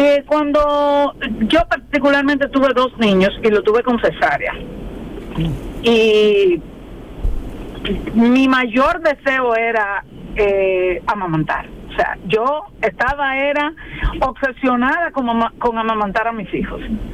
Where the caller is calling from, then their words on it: Santo Domingo, Distrito Nacional, Dominican Republic; De Santo Domingo